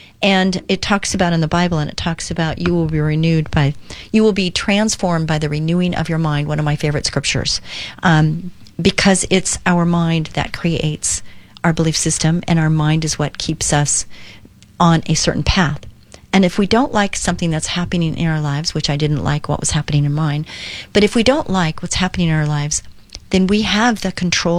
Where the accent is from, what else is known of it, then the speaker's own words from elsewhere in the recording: Westminster, California, United States; Anyway, so yeah, I grew up in Westminster and Orange County girl, and now I'm a lake girl, which I love.